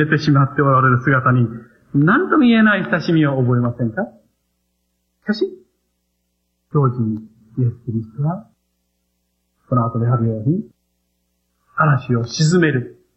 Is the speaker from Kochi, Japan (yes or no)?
yes; Tosashimizu, Kochi, Japan; now in Uchinada, Japan; 私も子供の頃四国で育ちましたので、四国のジョン万次郎、最初にアメリカに日本人として行ったジョン万次郎を産んだですね、その中野浜っていうところで育ったわけです。